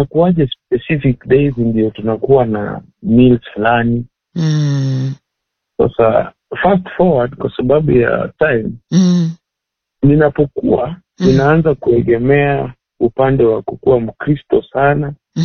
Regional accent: Kisii, Kisii County, Kenya; born there; Ila, mimi nimezaliwa pale Kisii. Nimezaliwa Kisii, lakini sikuzaliwa kwa familia ambayo inamjua Mungu.

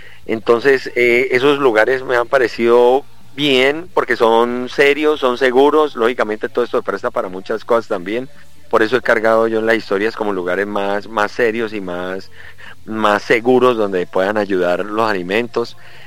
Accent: Popayán, Cauca, Colombia; moved away as an adult; Pues yo soy de Popayán, todo el mundo lo sabe, pero llevo ya 5 años viviendo aquí en esta ciudad

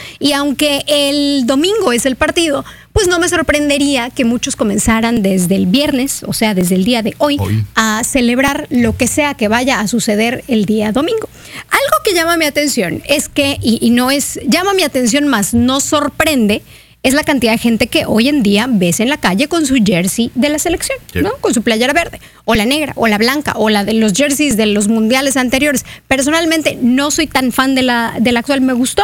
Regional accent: Mexico; Los mexicanos somos los que más jerseys hemos comprado

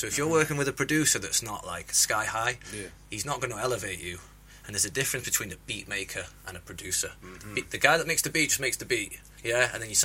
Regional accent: Leeds, Yorkshire and the Humber, United Kingdom; also born or lived in Isle of Man; now in London, United Kingdom; I'm actually from Leeds, but I spent a lot of time on the Isle of Man, for sure.

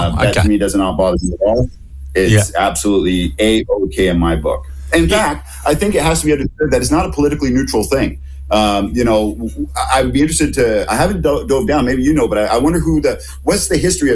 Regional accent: Canada; moved away as an adult; now in New Zealand; Now, I'm immigrating from Canada.

